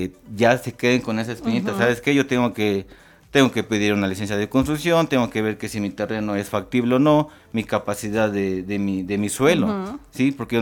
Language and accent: Spanish; Jalacingo, Veracruz, Mexico; yo soy de Jalacingo y prácticamente es el mismo clima, muy, muy parecido.